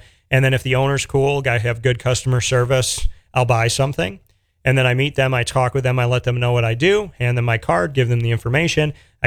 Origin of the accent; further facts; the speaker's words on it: New York, United States; born there; my first is obviously my home state in New York.